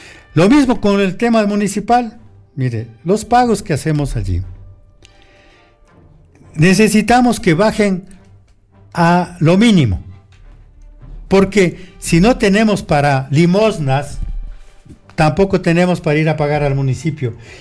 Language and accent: Spanish; Ecuador; somos todos ecuatorianos